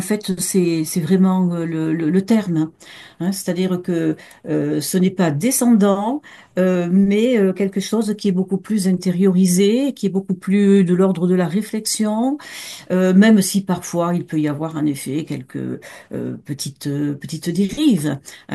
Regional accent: Montpellier, Occitanie, France; Je suis de Liroux, je suis Montpellierenne.

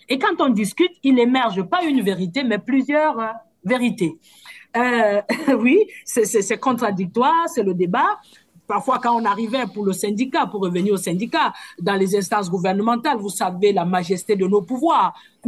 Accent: Cameroon; j'ai été dans le bureau de ce qu'on appelle chez nous au Cameroun le BENSINE

